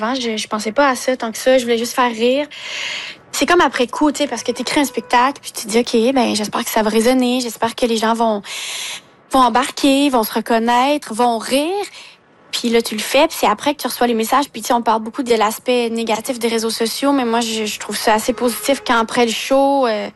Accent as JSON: {"language": "French", "region": "Ontario", "country": "Canada", "lives_now": "Quebec, Canada", "said": "moi je viens de l'Ontario et récemment j'ai finalisé tous les papiers, toute la paperasse, et je peux maintenant dire que je suis officiellement québécoise."}